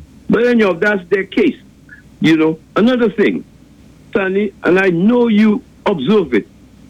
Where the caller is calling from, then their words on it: St. Lucia